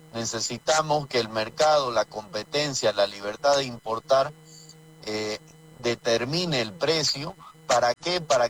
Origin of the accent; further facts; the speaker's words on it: Bolivia; todos somos bolivianos